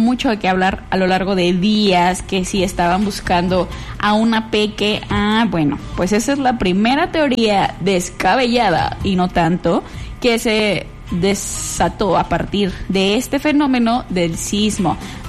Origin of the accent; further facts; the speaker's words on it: Mexico; los mexicanos mostramos la casta que tenemos